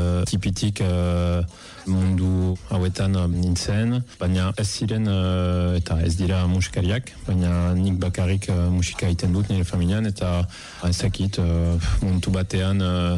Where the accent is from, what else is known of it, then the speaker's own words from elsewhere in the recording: Tuscany, Italy; Basque is a second language; moved away as an adult; now in France; Italiakoa naiz, Tuskanakoa, baina 2000 eta batetik Euskaren bizi naiz.